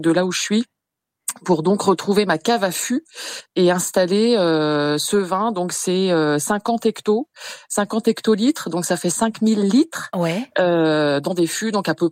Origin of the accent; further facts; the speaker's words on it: Le Creusot, Bourgogne-Franche-Comté, France; now in Loché, France; j'ai retrouvé ma Bourgogne natale. Moi, j'étais du Creusot, donc ça c'est la Bourgogne industrielle et je suis allée dans la Bourgogne viticole.